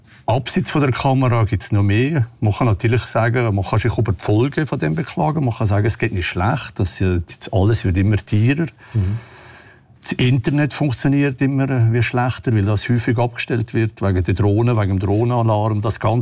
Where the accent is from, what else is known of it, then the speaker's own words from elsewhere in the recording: Switzerland; ich bin jetzt aus der Schweiz